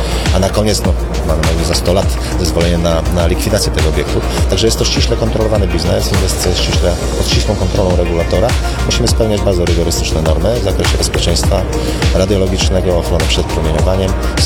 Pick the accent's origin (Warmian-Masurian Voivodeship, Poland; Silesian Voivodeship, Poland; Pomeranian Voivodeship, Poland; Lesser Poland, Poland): Pomeranian Voivodeship, Poland; jestem Pomorzaninem. Nie urodziłem się w Gdańsku, ale jestem z Pomorza i doceniam walory tej części Polski.